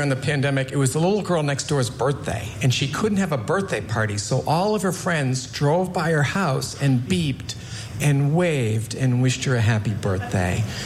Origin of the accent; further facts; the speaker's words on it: Boston, Massachusetts, United States; now in Los Angeles, United States; So I'm from Boston originally, but I live in Los Angeles now, and things shut down there around March of 2020.